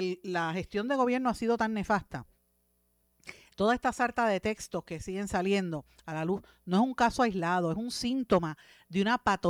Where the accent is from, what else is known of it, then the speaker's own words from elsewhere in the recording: Guaynabo, Puerto Rico; mi pueblo de Guaynabo